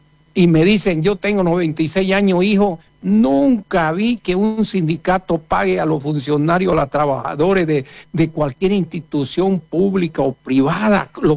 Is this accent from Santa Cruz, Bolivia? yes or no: yes; Montero, Santa Cruz, Bolivia; Mi pueblo de Montero, abran los ojos, abran los ojos.